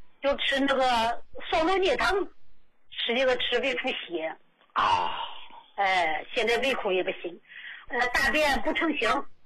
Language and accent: Chinese; Dalian, Liaoning, China; 我是大连的。